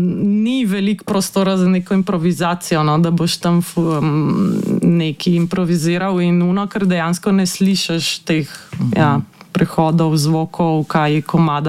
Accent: Trieste, Friuli-Venezia Giulia, Italy; now in Ljubljana, Slovenia; Ne, ker sem se preselila v Ljubljano in oni imajo vaje v Trstu, ker sem iz Trsta doma.

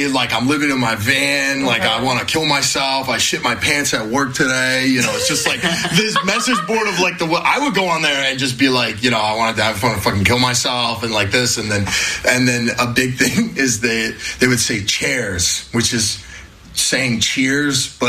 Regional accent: Brazil; I'm from Brazil.

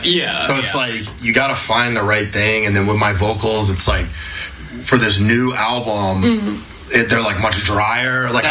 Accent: Brazil; I'm from Brazil.

